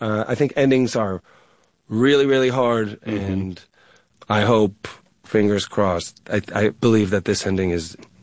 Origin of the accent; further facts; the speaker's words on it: New England, United States; You know, I was raised in New England.